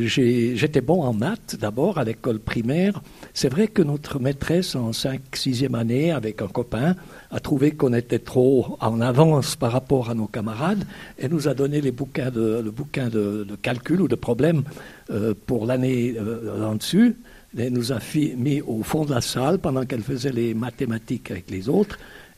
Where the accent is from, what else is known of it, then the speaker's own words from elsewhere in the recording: Fribourg, Switzerland; Je suis fribourgeois de naissance. Je suis né en ville de Fribourg. Mais mes parents étaient pas tout à fait de la ville de Fribourg. Ma mère était saint-ginoise, donc alémanique fribourgeoise.